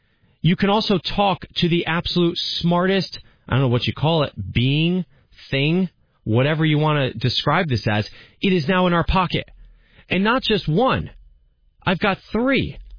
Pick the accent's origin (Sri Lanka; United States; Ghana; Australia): United States; New Jersey; If I had access to tools like this when I was an 11-year-old, 12-year-old, 13-year-old growing up in New Jersey as a somewhat creative child